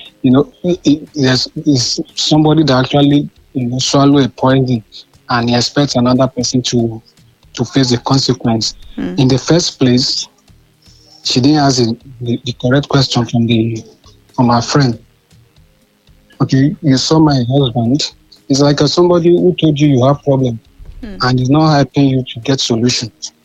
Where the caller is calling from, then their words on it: Kitui, Kitui County, Kenya; They're calling from Kitui.